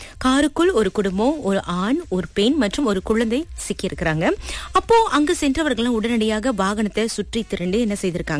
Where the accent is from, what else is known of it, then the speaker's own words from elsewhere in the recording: Malaysia; நாங்க மலேசியர்கள்